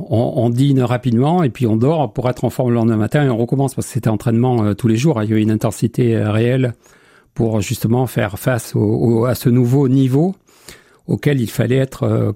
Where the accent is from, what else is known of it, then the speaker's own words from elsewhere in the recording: Allassac, Nouvelle-Aquitaine, France; Remonter les escaliers de la maison à Alassac en Corrèze, parce que moi je suis d'Alassac en Corrèze, à côté de Brive.